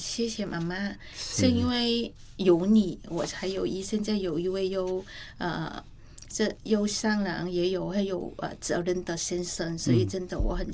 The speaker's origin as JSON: {"language": "Chinese", "country": "Vietnam", "moved": "as an adult", "lives_now": "Taiwan", "said": "我们越南人是比较喜欢吃辣和酸的食物"}